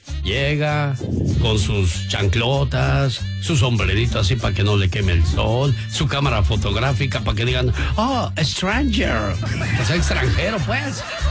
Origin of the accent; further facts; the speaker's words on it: Jalostotitlán, Jalisco, Mexico; moved away; Entonces, un día salí de Jalos Totitlán, Jalisco, pero Jalos nunca salió de mí.